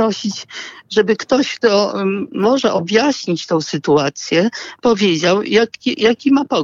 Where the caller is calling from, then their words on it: Lublin, Lublin Voivodeship, Poland; Dzwonię z Lublina